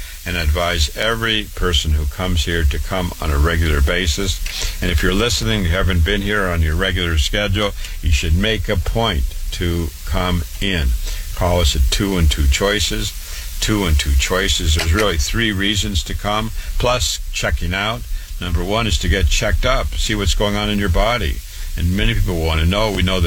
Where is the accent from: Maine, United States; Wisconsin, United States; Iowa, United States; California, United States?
Iowa, United States; Waterloo; born and raised in Waterloo, Iowa. Went to public school